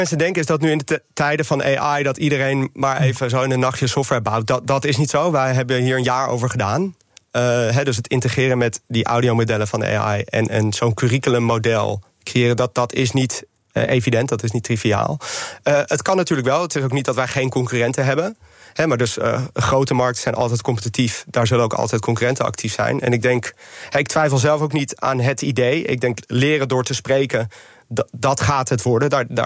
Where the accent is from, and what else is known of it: Netherlands